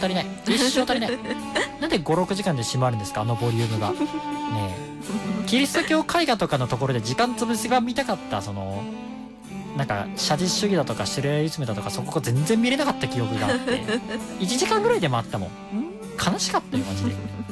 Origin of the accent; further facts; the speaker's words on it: Hyogo, Japan; 僕は出身が兵庫なんでね